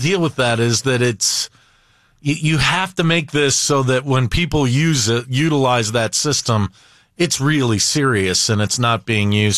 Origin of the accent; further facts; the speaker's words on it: Midwest, United States; growing up in the Midwest